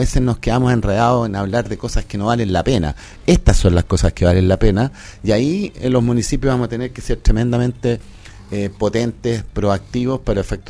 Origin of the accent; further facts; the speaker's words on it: Chile; como buenos chilenos que somos